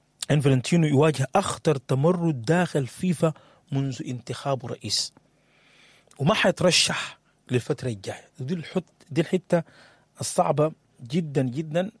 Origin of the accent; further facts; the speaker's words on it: Sudan; لأن احنا بنعرف كسودانيين شنو لما يخش الموضوع قبيلتي وقبيلتك وكلام كثير